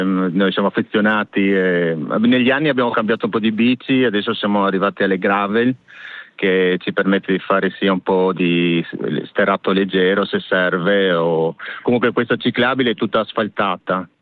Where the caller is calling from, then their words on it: Monfalcone, Friuli-Venezia Giulia, Italy; Sono di Monfalcone